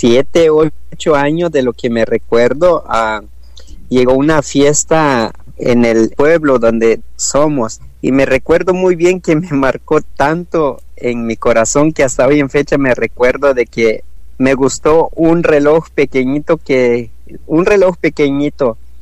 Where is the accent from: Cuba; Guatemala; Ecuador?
Guatemala; moved away as an adult; now in Los Angeles, United States; Soy de Guatemala, pero vivo aquí en Los Ángeles, California. Estoy casado y tengo tres hijas aquí en Los Ángeles.